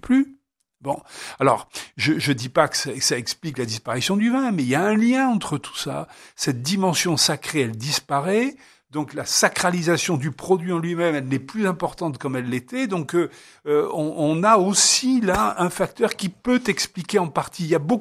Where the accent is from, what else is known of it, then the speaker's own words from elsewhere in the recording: Provence-Alpes-Côte d'Azur, France; en Provence, où je viens, moi, du Var